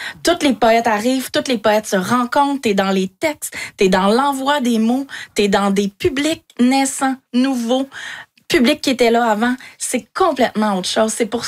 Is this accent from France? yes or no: no; Shawinigan, Quebec, Canada; Pourtant, moi, je viens de Shawinigan, là, donc j'étais souvent au Festival international de la poésie de Trois-Rivières